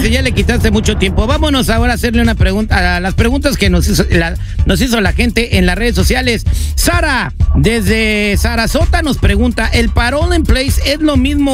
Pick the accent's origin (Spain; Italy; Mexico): Mexico; Huandacareo, Michoacán; Yo soy, pues sí, es que es mi paisana de Michoacán, yo soy de Guandacareo y ella es de Morelia.